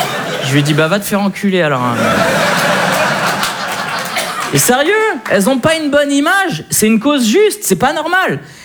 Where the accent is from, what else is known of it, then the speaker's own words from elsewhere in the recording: Le Havre, Normandy, France; je fais du stand-up depuis un moment, moi. Je suis originaire du Havre.